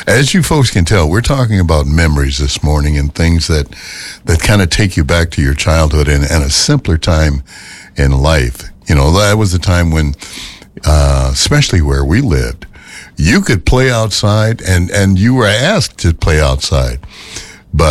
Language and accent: English; Memphis, Tennessee, United States; now in Minnesota, United States; I've been to so many places in the United States, and my hometown of Memphis